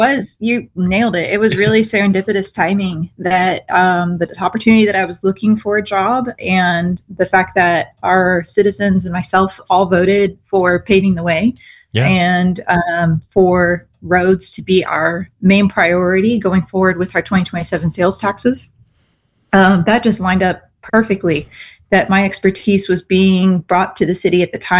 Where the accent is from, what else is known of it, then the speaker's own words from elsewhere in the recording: Frisco, Texas, United States; born there; moved away as an adult; now in Edmond, United States; I'm from Frisco, Texas, and I moved to Frisco with my family in 2000, whenever it was still very much, we moved there to move into the country.